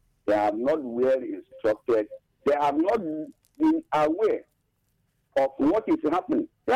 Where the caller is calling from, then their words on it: Isoko, Delta, Nigeria; I'm calling from Isoko.